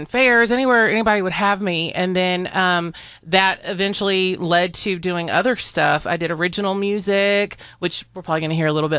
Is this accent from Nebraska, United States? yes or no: no; Garland, Texas, United States; now in Nevada, United States; is from my hometown.